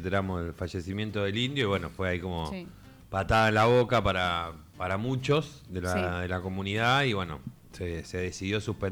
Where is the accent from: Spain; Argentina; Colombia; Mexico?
Argentina; Usted también, venimos de Argentina.